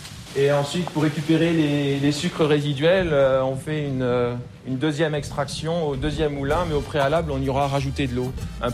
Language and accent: French; Marie-Galante, Guadeloupe, France; moved away as an adult; Oui, alors moi j'ai grandi à Marie-Galante, absolument, ouais, toute mon enfance, jusqu'à la 5e où je suis parti ensuite en Guadeloupe, au collège Carnot et puis ensuite le lycée Jardin d'Essai. Et après, les études supérieures en métropole.